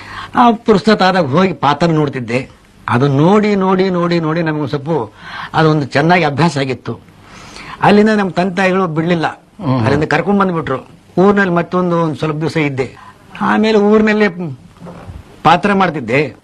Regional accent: Hanumasagar, Karnataka, India; born there; ನಂದು ಹುಟ್ಟಿದ ಸ್ಥಳ ರಾಯಚೂರು ಡಿಸ್ಟಿಕ್ಟು ಕುಷ್ಟಗಿ ತಾಲೂಕು ಹನುಮಸಾಗರ ಅಂತ.

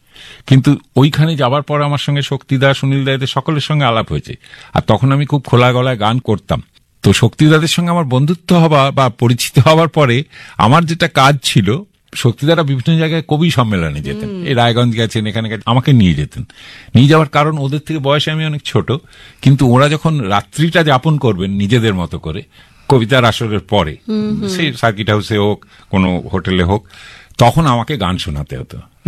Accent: Bhatpara, West Bengal, India; আমি মফস্বলের ছেলে, গঙ্গার ধারে বাড়ি, ছোট ছোট, হ্যাঁ, ভাটপাড়া

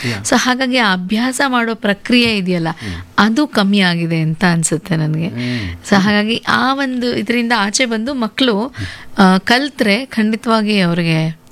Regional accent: Hubli, Karnataka, India; ನಾವು ಹುಬ್ಳಿ, ನಮ್ಮ ಮೂಲತಃ ಹುಬ್ಳಿ ಅವಳು ನಾನು, ಹಾಗೆ ಪಕ್ಕದ ಊರೇ ಧಾರವಾಡ.

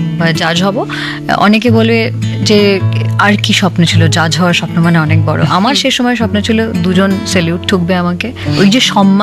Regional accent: India

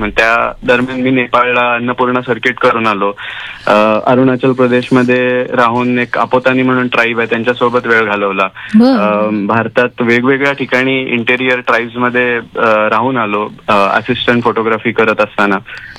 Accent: Chiplun, Maharashtra, India; also born or lived in United Kingdom; हा, तर चिपळूणमध्ये माझं बालपण गेलं, शिक्षण वगैरे चिपळूणमध्ये झालं, पण गाव नरवण त्याच्यामुळे आजी आजोबा तिथे असायचे

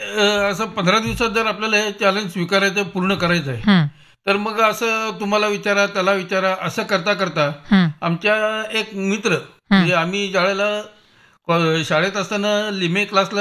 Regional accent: Maharashtra, India; माझं बालपण सराफकटा इथं तानोडे पुस्तक दुकानच्या गल्लीमध्ये झालेलं आहे आणि आरवाडे स्कूलमध्ये माझं प्राथमिक शिक्षण झालेलं आहे.

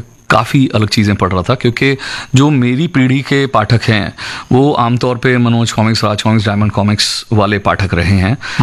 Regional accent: Bhilai, Chhattisgarh, India; मैं भिलाई में पला बढ़ा, औद्योगिक नगर है छत्तीसगढ़ का, पहले वो मध्य प्रदेश था

